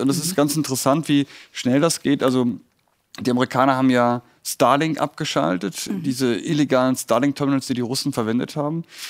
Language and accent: German; Germany; wir können nur als Deutsche unsere Hausaufgaben machen.